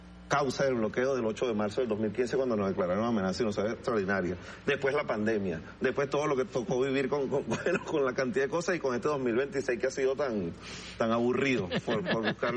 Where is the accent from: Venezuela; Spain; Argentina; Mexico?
Venezuela; y por eso el orgullo que yo siento como venezolano